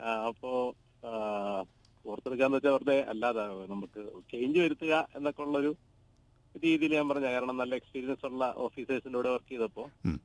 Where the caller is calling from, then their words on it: Thalayolaparambu, Kerala, India; സ്ഥലം തലയോലപ്പറമ്പ്.